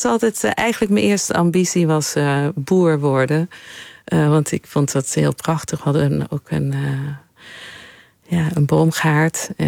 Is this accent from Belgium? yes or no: yes; Linkebeek, Flanders, Belgium; moved away as an adult; also born or lived in Bakkum, Castricum, Netherlands; En ik heb eigenlijk tot mijn 18e in België gewoond. Dus ben daar echt opgegroeid.